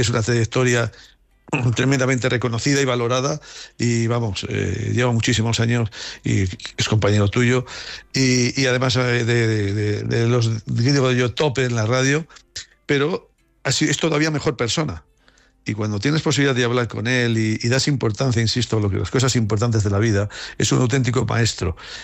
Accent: Haro, La Rioja, Spain; el sentir a Haro como, insisto, como nuestro pueblo, porque, bueno, pues así nos hemos criado

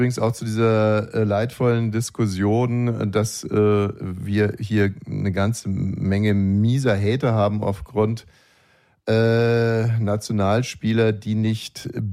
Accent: Bavaria, Germany; Ich komme aus Bayern, du kommst aus Sachsen.

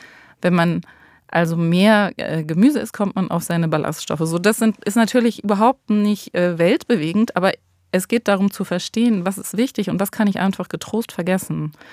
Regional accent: Southern Germany, Germany; now in Berlin, Germany; Ich komme ja eben auch aus Süddeutschland.

